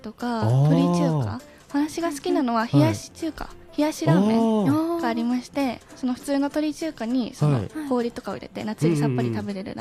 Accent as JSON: {"language": "Japanese", "region": "Yamagata", "country": "Japan", "tie": "born or raised there", "moved": "yes", "said": "それまではと地元の山形県で過ごしていました。"}